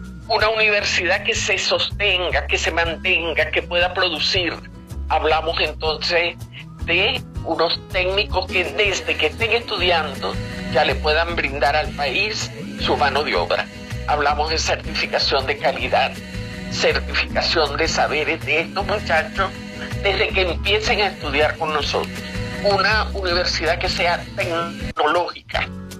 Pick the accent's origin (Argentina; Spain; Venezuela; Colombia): Venezuela; nosotros como venezolanos valemos